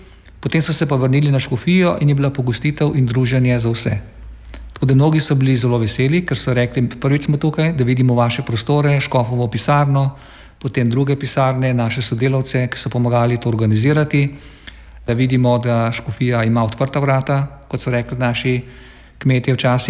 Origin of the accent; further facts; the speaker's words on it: Mirna Peč, Lower Carniola, Slovenia; to sem tudi v mojem domačem kraju povedal. V Mirni peči